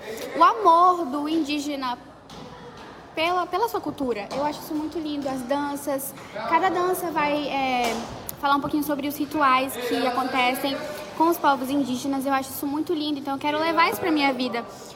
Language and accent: Portuguese; Natal, Rio Grande do Norte, Brazil; now in Tabatinga, Brazil; Eu sou natural de Natal. Mas a minha família fica mais em São Paulo.